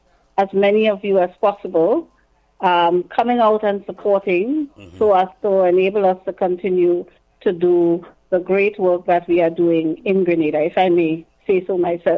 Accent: Castries, St. Lucia; I grew up in the Carenage area. You can call me a wharf girl

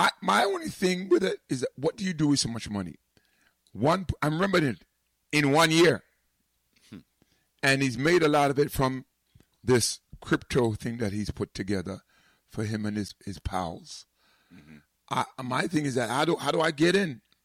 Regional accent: Jamaica; as a Jamaican, you know, we work a lot of jobs

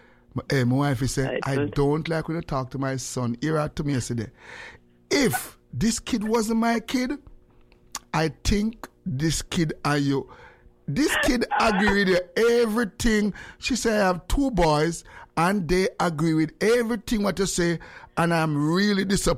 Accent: Jamaica; now in Canada; from Jamaica.

